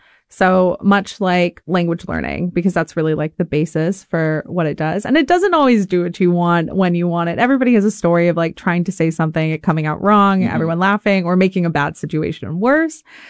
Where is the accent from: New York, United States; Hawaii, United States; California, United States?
Hawaii, United States; I grew up on Homestead